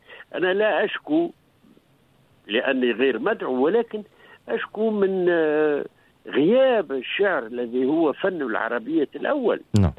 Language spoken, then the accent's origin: Arabic; Tunisia; هنا عندنا في تونس